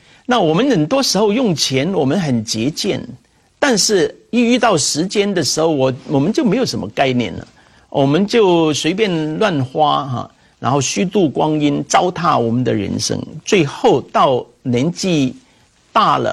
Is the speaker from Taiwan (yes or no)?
no; China; 我们中国人呢，数学很好